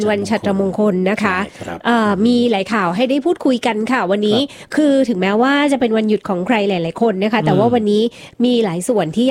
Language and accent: Thai; Chumphon, Thailand; ในฐานะที่เป็นคนใต้คนชุมพรด้วยเหมือนกันเนี่ยนะคะ